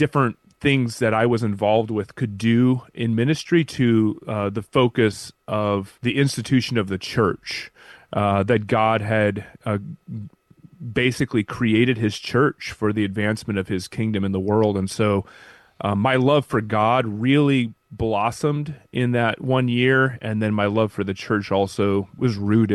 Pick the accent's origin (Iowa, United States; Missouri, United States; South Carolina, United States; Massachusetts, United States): South Carolina, United States; born there; moved away as an adult; also born or lived in Wisconsin / Baltimore; now in Fremont, California, United States; So I was born in Wisconsin, and then we moved to South Carolina when I was about 10.